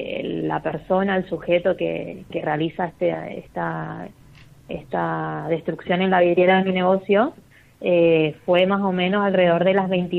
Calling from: Presidencia Roque Sáenz Peña, Chaco, Argentina; soy de Presidencia Roque Sáenz Peña

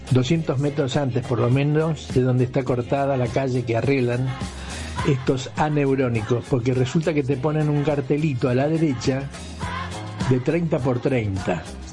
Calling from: Buenos Aires, Argentina; de Constitución.

